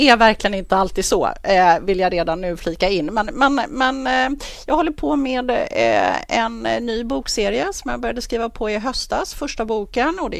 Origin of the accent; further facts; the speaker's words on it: Åkersberga, Stockholm County, Sweden; Jag är född och uppvuxen här i Åkersberga och sen drygt 20 år så bor jag i Margretelund.